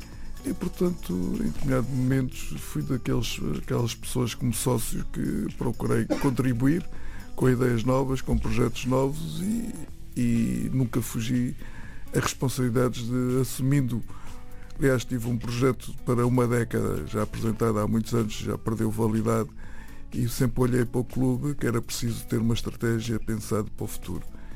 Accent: Luanda, Angola; born there; não tenho quase 64 anos sócio do Sporting Portugal, porque nasci em Luanda.

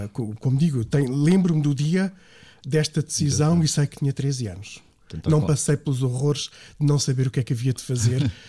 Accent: Lisbon, Portugal; Sim, nasci e cresci em Lisboa, sim.

